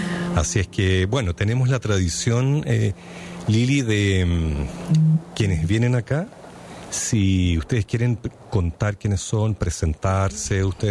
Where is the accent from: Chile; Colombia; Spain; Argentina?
Chile; Yo soy chileno